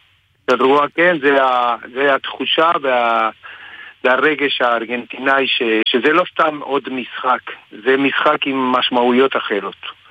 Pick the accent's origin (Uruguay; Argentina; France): Argentina; moved away; בתור ארגנטינאי.